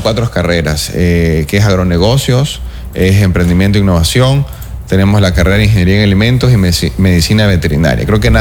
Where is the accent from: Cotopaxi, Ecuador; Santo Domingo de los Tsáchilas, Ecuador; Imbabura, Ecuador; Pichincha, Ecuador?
Santo Domingo de los Tsáchilas, Ecuador; Santo Domingo; moved away; also born or lived in Manabí; regreso a mi tierra